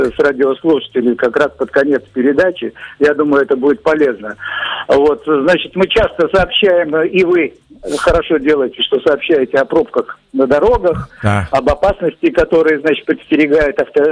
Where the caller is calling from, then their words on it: Latvia; я живу в Рижском районе, вот в самом треугольнике между Сауриши, УПСВС, Цекуле, значит, практически в лесу.